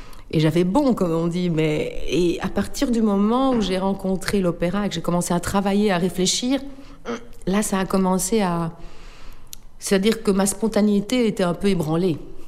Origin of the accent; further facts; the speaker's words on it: Verviers, Wallonia, Belgium; born there; Oui, tout à fait, je suis née à Verviers, oui.